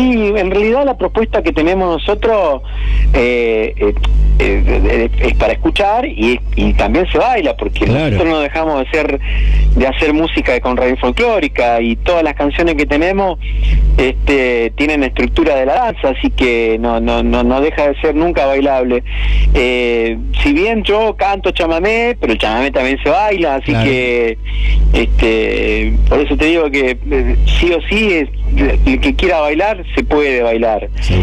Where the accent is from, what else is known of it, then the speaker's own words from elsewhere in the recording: Coronda, Santa Fe, Argentina; en Coronda, en mi pueblo